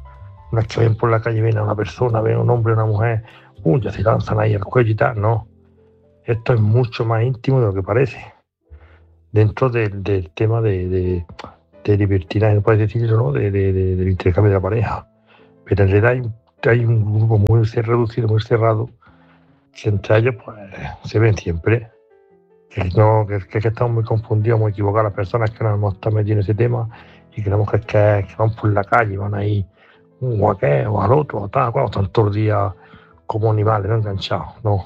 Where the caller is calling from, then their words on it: Granada, Andalusia, Spain; de Granada